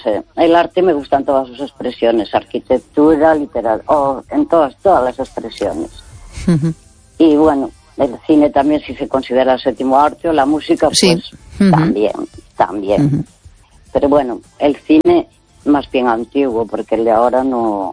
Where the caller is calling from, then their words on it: Santiago de Compostela, Galicia, Spain; de Santiago.